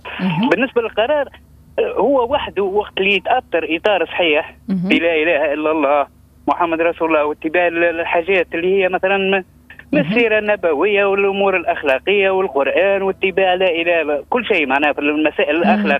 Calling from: Gafsa, Gafsa Governorate, Tunisia

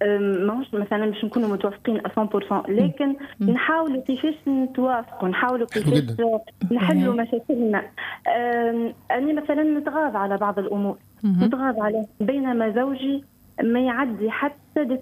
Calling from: Tunisia

